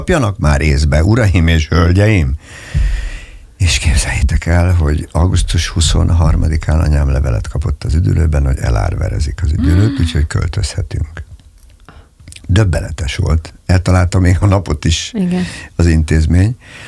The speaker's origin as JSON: {"language": "Hungarian", "country": "Hungary", "tie": "born or raised there", "said": "egy hatalmas angol parkban nőttem föl, két kastélyban, aminek az egyik vége a Balaton volt. Édesanyám üdülővezető volt."}